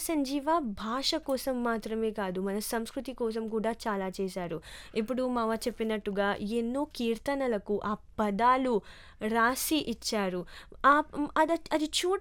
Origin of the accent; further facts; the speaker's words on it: Mauritius; నేను అన్నా నేను మారిషస్ నుంచి వచ్చాను మారిషస్ నుంచి వచ్చానని వినగానే